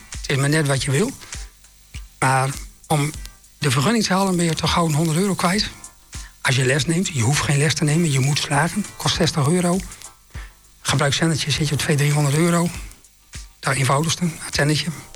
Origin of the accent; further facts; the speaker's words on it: Netherlands; Wij zijn Hollanders